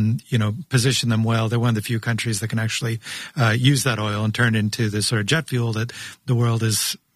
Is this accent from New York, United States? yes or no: yes; New York, United States; as a New Yorker